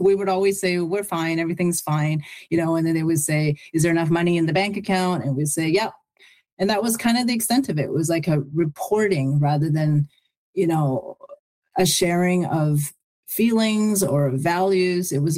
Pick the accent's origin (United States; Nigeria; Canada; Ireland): Canada; to happen from my growing up in, you know, Canada, and then being like sort of parachuted back into my hometown felt very jarring.